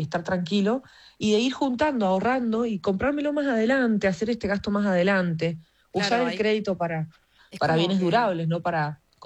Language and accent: Spanish; Mendoza, Argentina; Disfruto Mendoza, soy mendocina